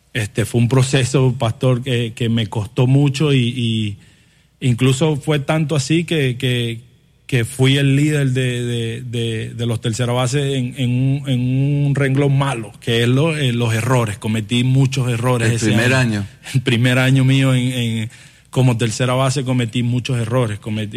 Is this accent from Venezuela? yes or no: yes; Venezuela; desde niño en mi pueblo, en Venezuela, yo crecí jugando todos los deportes, habidos y por haber.